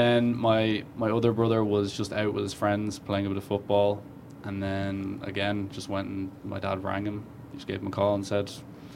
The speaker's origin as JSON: {"language": "English", "country": "Ireland", "tie": "born there", "also_born_or_lived": "Stuttgart", "moved": "yes"}